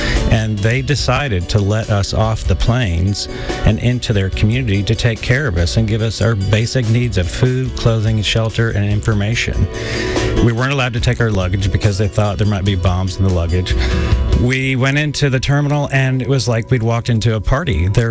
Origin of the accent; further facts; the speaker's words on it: Austin, Texas, United States; from Austin, Texas.